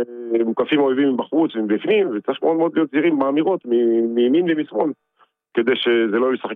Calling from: Tel Aviv, Tel Aviv District, Israel; מתל אביב.

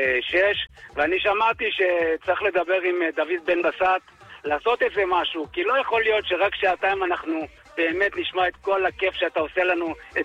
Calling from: Tel Aviv, Tel Aviv District, Israel

